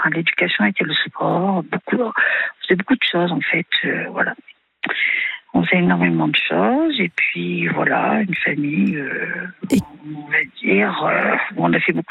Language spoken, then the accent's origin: French; Auvergne-Rhône-Alpes, France; nous sommes 4 filles. Je suis la 3e. J'ai grandi dans le Cantal.